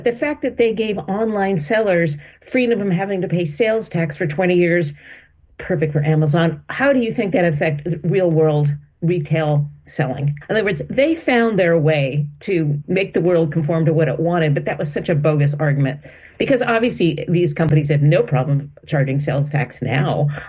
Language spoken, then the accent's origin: English; Pasadena, California, United States; they can get them from my hometown bookstore in Pasadena called Vromans